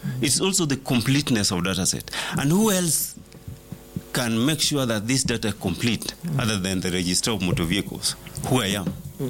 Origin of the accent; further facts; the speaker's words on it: Kenya; I'm Kenyan.